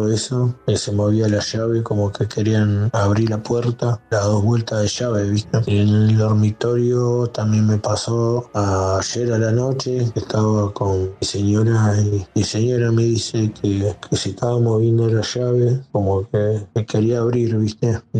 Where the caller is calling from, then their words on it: Quilmes, Buenos Aires Province, Argentina; de Quilmes.